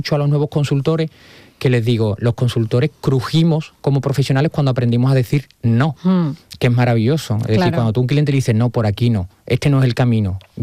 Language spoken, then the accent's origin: Spanish; Huelva, Andalusia, Spain; yo he hecho un recorrido personal, profesional, que yo salí de Huelva siendo pedraza, uh-huh. y ahora estoy volviendo a hacerlo.